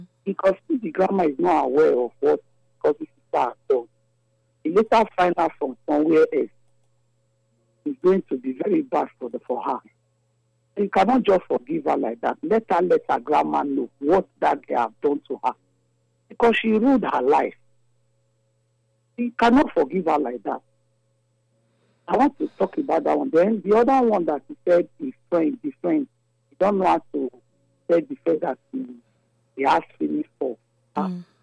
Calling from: Lagos, Nigeria; I'm calling from Lagos.

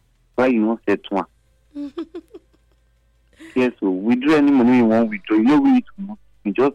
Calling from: Ogida, Edo, Nigeria

